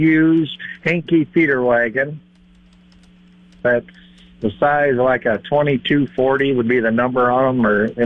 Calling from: Dixon, Nebraska, United States; from Dixon, Nebraska.

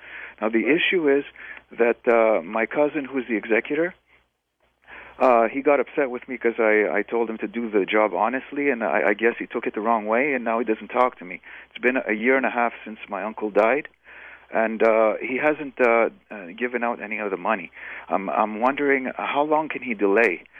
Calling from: Montreal, Quebec, Canada; So I'm also in Montreal right now.

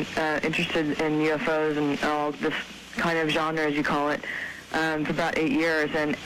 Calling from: California, United States; I'm calling from California.

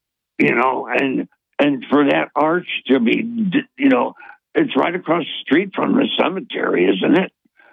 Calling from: Binghamton, New York, United States; from Binghamton.

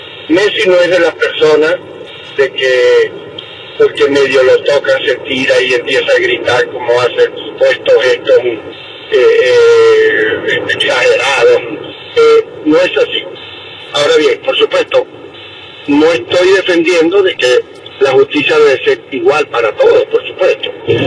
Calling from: Utah, United States

